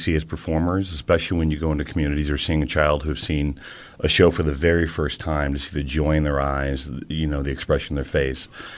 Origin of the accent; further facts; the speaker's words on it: Chicago, Illinois, United States; also born or lived in New York; now in Pittsburgh, United States; Originally Chicago. And yeah, spent time in New York and then came to Pittsburgh.